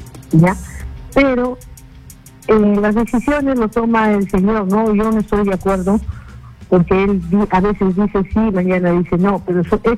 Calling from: Chimbote, Ancash, Peru; Chimbote vivimos de la pesca.

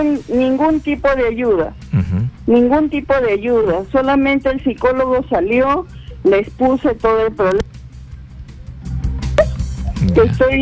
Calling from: Lima, Peru; Habla del cercado de Lima.

